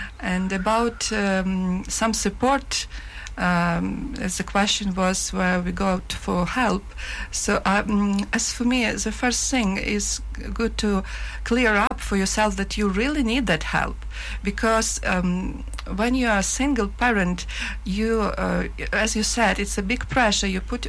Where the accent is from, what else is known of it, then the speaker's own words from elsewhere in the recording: Ukraine; now in Aberdeen, United Kingdom; I'm from Ukraine and I'm a mother of two boys. A single mum, actually, yes.